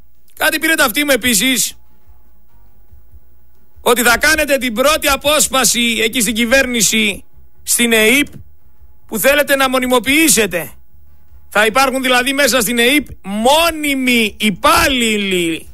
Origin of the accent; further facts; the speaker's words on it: Greece; εγώ είμαι ένας Έλληνας πολίτης